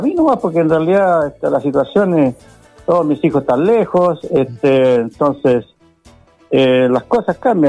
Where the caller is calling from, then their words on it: Estación Central, Santiago Metropolitan Region, Chile; Estación Central.